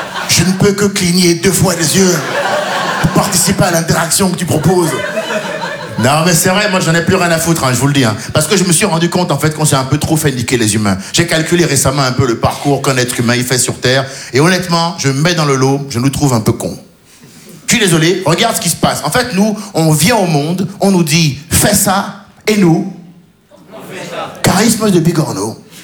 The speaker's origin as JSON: {"language": "French", "country": "Benin", "also_born_or_lived": "France", "said": "dis, je suis franco-béninois. Ouais, mais je me dis, maintenant, quand les impôts, ils viennent, je suis béninois."}